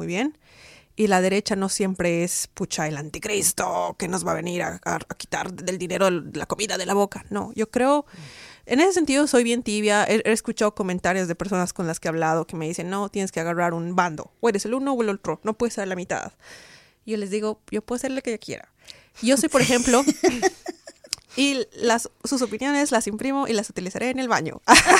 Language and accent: Spanish; Bolivia; encontramos common ground en que las dos somos de Bolivia, de los Andes